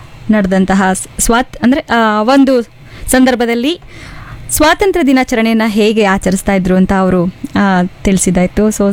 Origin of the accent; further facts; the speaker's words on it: Shivamogga, Karnataka, India; ನಮ್ಮ ಹೆಮ್ಮೆಯ ಶಿವಮೊಗ್ಗದಲ್ಲಿ ಖುಷಿಯಾಗತ್ತೆ. ನಾವು ಈ ಒಂದು ಮಣ್ಣಿನಲ್ಲಿ ಹುಟ್ಟಿ ಈ ಒಂದು ನಾಡಲ್ಲಿ ಈ ಒಂದು ನಮ್ಮ ಊರಲ್ಲಿ ಇದ್ದೀವಿ